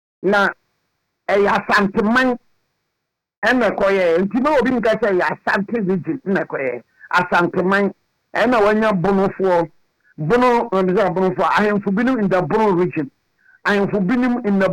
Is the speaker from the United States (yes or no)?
no; Jamaica; back home in Jamaica, especially. Now I say uko Jamaica so I'm from the Marons.